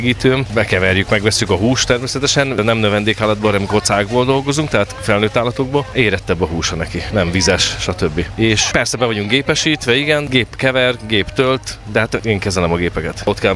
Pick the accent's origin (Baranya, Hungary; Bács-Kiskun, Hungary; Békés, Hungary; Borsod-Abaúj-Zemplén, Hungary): Békés, Hungary; Békéscsaba; Nem, én agrármérnök vagyok, de Békés Csabai származású vagyok, így a szülőktől jött ez, hogy kolbász gyártunk